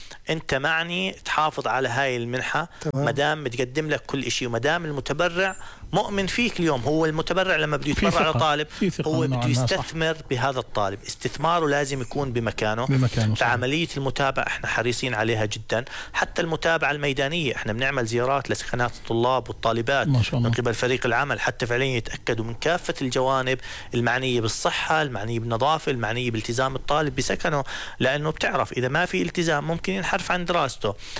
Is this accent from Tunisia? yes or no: no; Salt, Balqa Governorate, Jordan; من السلط.